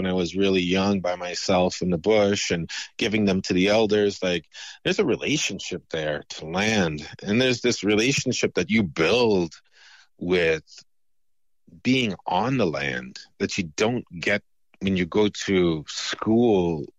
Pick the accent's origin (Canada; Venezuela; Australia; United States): Canada; where I grew up in Winooe.